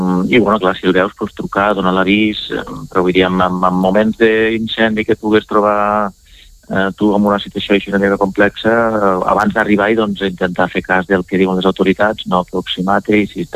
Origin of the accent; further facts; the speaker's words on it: Catalonia, Spain; amb l'entorn una mica d'amics i de la zona d'on jo soc, que soc del Pallars